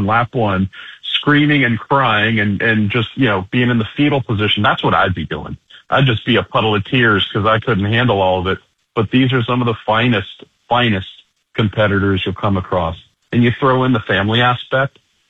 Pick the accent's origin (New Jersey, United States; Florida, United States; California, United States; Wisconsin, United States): California, United States; So I'm from Northern California, where the weather is pretty consistent and consistently beautiful.